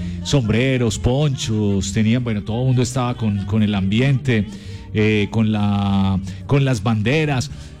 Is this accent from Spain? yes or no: no; Colombia; todas esas costumbres que tenemos nosotros como colombianos